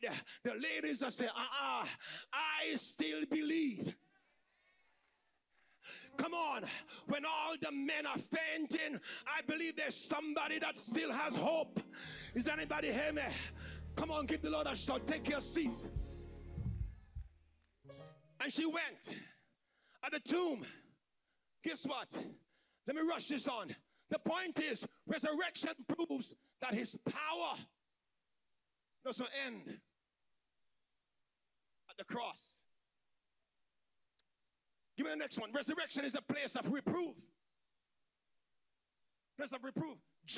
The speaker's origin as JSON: {"language": "English", "country": "St. Vincent & Grenadines", "tie": "born or raised there", "said": "I grew up in St. Vincent. There was a thing called Jack Spanner."}